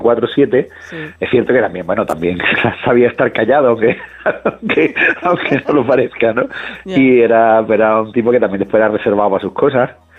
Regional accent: Cádiz, Andalusia, Spain; No, yo además me crié en Cádiz, con lo cual

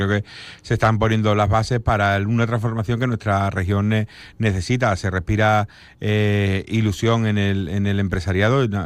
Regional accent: Extremadura, Spain; Yo creo que los extremeños, y cada vez más, nos sentimos extremeños, independientemente de que seamos de Badajoz o seamos de Cáceres.

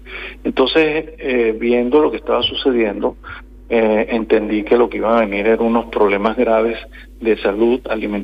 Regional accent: Venezuela; moved away as an adult; now in Lorca, Spain; yo quiero mucho España, yo soy ciudadano español también, pero tampoco olvido mis raíces y me duele mucho mi país

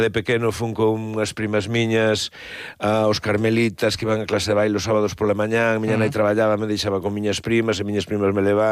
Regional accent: Galicia, Spain; Somos mariñáns

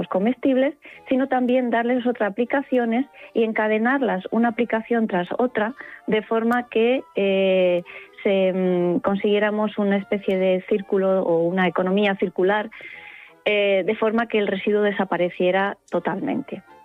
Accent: Murcia, Region of Murcia, Spain; born or raised there

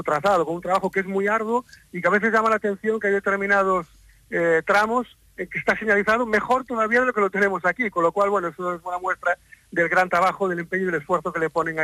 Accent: Pontedeume, Galicia, Spain; yo suelo ser muy ecuánime cuando hablo de mi pueblo y me reafirmo, ¿no?, que es uno de los entornos más bonitos de Galicia. Ponte de Eume es un municipio

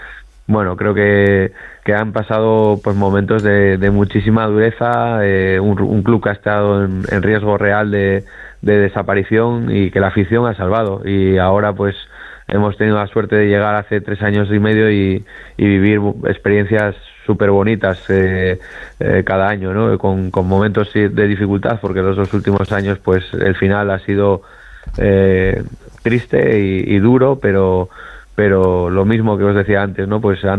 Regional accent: Asturias, Spain; tú aquí en Cantabria, siendo el cántabro y yo asturiano.

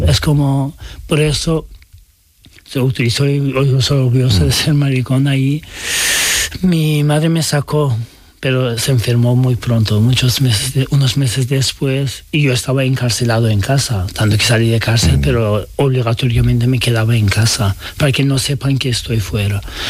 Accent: Turkey; Spanish is a second language; now in Spain; Y especialmente cuando eres inmigrante y LGBT, da igual que seas también turco, porque digo, soy turco y podía pasar más sí.

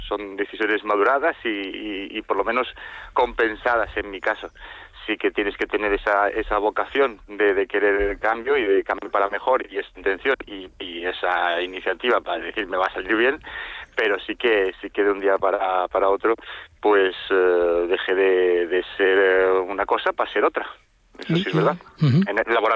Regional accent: Lugo, Galicia, Spain; Porque como yo soy de Lugo, pero llevo viviendo en el ayuntamiento en el que trabajaba, era un ayuntamiento de Coruña

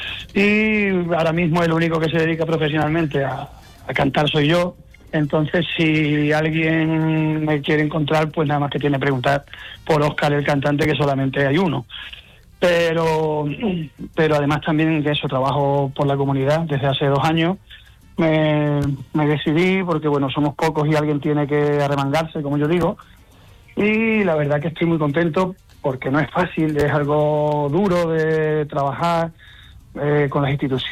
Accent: El Granado, Andalusia, Spain; Para la gente que le gusta el campo, la verdad que yo encantado, yo estoy enamorado de mi pueblo.

